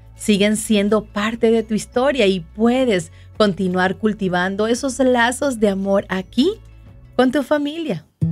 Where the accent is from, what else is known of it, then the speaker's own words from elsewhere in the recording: Venezuela; now in United States; como yo que vengo de Venezuela